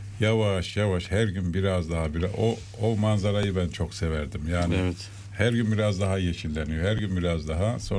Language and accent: Turkish; Black Sea Region, Turkey; moved away; Şimdi bizim orada fındık bölgesi ya